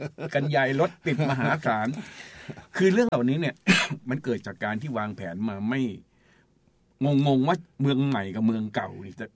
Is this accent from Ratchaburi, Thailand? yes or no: no; Lopburi, Thailand; moved away as an adult; now in Bangkok, Thailand; ฉันก็มาจากลพบุรีเนี่ย